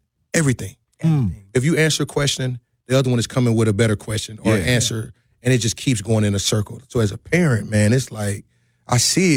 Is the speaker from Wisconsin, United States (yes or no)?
yes; Milwaukee, Wisconsin, United States; I'm from North Meadows.